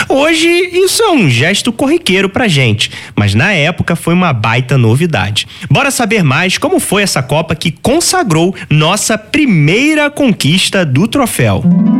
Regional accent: Niterói, Rio de Janeiro, Brazil; lá da minha cidade de Niterói

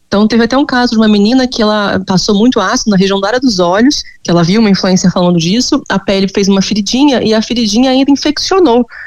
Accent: Rio de Janeiro, Brazil; Eu sou do Rio, mas eu atendo muitos pacientes online

